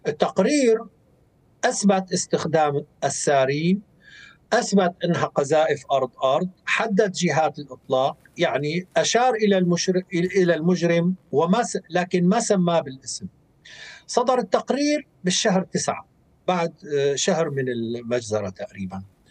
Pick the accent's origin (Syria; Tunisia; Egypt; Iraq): Syria; نفكر كسوريين، كناشطين، كمجتمع مدني، كضحايا، كناجين، كحقوقيين،